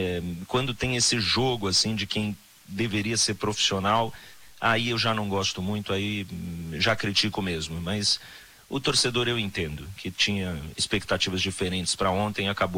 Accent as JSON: {"language": "Portuguese", "country": "Brazil", "said": "Então, eu sou brasileiro e agora é o meu momento aqui de ter minha autoestima revigorada, ter a minha identificação com uma das coisas mais importantes do nosso país, né?"}